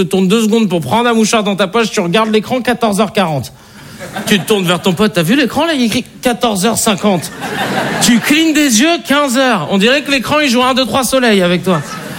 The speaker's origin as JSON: {"language": "French", "town": "Paris", "region": "Île-de-France", "country": "France", "tie": "born or raised there", "also_born_or_lived": "Arcueil", "said": "enchanté. Je me présentais très rapidement. Vous savez, j'ai grandi à Paris dans le 19e, et ensuite j'ai déménagé dans une ville qui s'appelle Arcueil, au sud de Paris."}